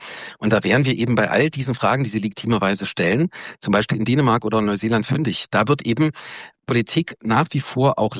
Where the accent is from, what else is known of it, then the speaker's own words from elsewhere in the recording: Germany; wir als Deutsche